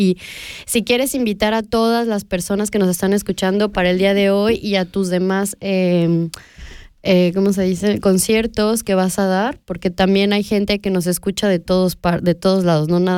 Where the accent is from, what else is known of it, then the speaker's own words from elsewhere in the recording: Mexico; yo no soy de Colombia, soy mexicana, no.